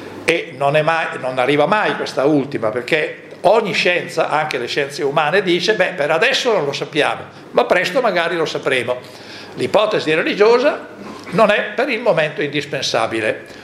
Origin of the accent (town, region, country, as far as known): northern Italy, Italy